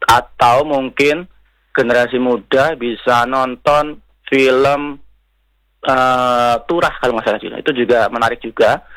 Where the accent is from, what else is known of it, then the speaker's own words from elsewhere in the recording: Purwokerto, Central Java, Indonesia; accent: Ngapak; moved away; Mbak, iki kampungnya nyong ya Mbak